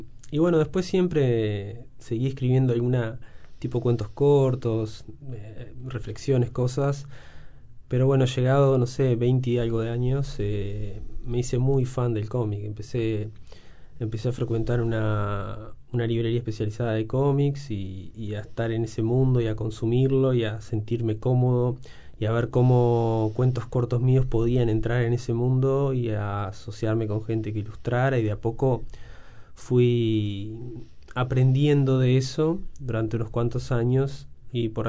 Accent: San Ramón, Canelones, Uruguay; also born or lived in Montevideo; Yo me crié en San Ramón. Viví hasta los 16 años. Después viví un tiempo en Montevideo. Después volví. Y hace ahora 8 años que me hice una casa en el campo, como unos... Está a 15 kilómetros de San Ramón y vivo ahí.

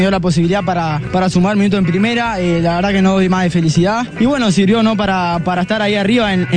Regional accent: Navarro, Buenos Aires Province, Argentina; moved away as an adult; a todo mi pueblo navarro que de Buenos Aires, Argentina

